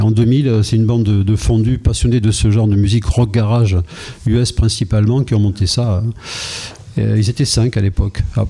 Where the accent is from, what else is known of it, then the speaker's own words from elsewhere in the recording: Angers, Pays de la Loire, France; born there; also born or lived in Versailles / Marseille / Rodez; now in Toulouse, France; Je suis né à Angers. Après, j'ai habité à Versailles, à Marseille, à Rodez. Et en 77, on a posé les valises à Toulouse.